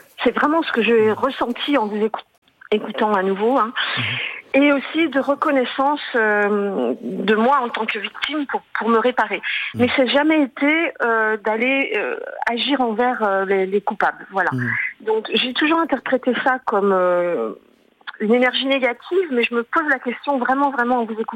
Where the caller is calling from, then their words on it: Rueil-Malmaison, Île-de-France, France; De Rueil-Malmaison.